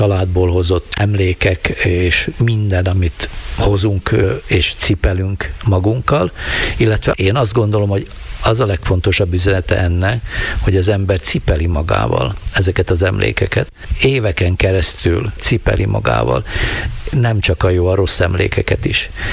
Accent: Kéménd, Nitra Region, Slovakia; moved away; bár nagyon régen nem élek Kéménden, de sok mindent, hát még a öcsém ott van mindig, sok minden köt Kéménthez, nyilván fog is, mert hát ott nőttem föl.

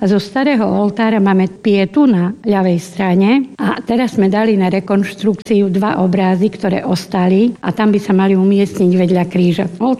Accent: Sedliská, Prešov Region, Slovakia; lebo ja som vyrastala v susednej časti v Sedliskách

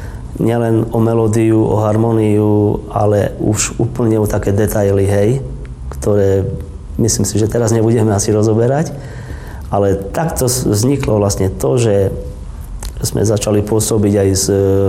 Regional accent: Košice, Košice Region, Slovakia; pochádzam z Košic. Moji rodičia pochádzali po obidvoch stranách vlastne z muzikantskej rodiny, či po maminej, či po otcovej strane. Dedo pochádzal z Maďarska

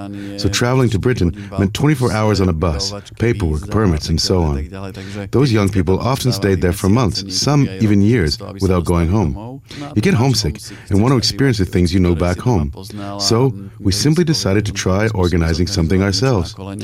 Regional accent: Považská Bystrica, Trenčín Region, Slovakia; moved away as an adult; Since the shop was in my hometown, Považská Bystrica, the monthly turnover and sales reflected that. So within a year, the money and the dream of creating an independent shop and distribution in Slovakia were gone.

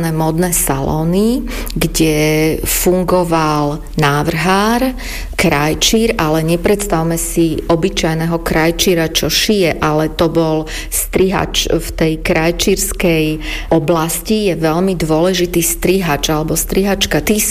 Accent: Bratislava, Bratislava Region, Slovakia; u nás v Bratislave

